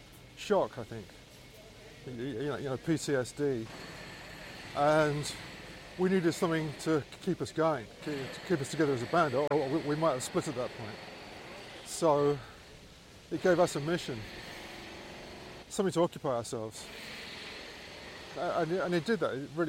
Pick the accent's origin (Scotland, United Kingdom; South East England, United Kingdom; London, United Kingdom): London, United Kingdom; We all hung out in folk clubs, in our teenage years, part of our diet growing up in London.